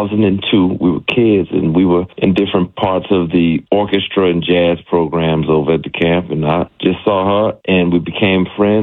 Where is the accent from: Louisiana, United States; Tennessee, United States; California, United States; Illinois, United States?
Louisiana, United States; New Orleans; I'm from New Orleans, but I have roots in Georgia, in Clayton County, Georgia. My grandmother and that whole side of the lineage goes back 4 generations